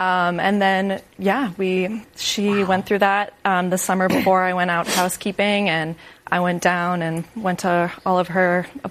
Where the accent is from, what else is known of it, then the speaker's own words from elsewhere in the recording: Rhode Island, United States; Yeah, I am from Rhode Island.